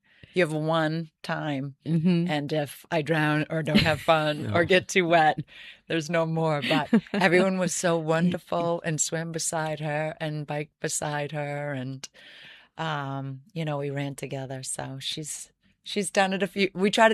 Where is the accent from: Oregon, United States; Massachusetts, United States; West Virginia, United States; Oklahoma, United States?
Massachusetts, United States; Tyngsborough; But we try to get to try on Wednesdays in my hometown in Tingsboro.